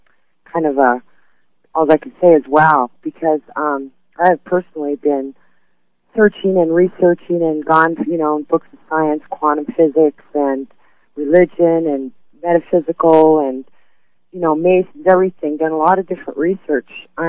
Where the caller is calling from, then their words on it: Las Vegas, Nevada, United States; I'm in Las Vegas.